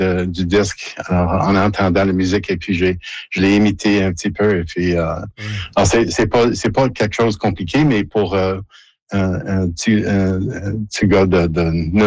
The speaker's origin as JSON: {"language": "French", "town": "Montreal", "region": "Quebec", "country": "Canada", "tie": "born or raised there", "said": "Oui, alors j'ai grandi à Montréal"}